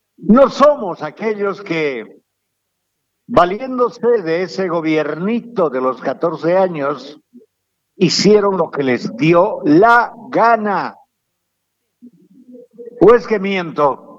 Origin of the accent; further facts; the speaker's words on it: Santa Cruz, Bolivia; Y somos cruceños, los Cambas, a los que los collas no los quieren, a los Cambas.